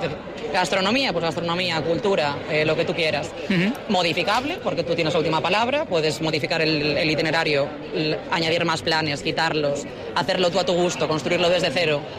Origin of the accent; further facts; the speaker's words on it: Pontevedra, Galicia, Spain; De aquí, de Pontevedra.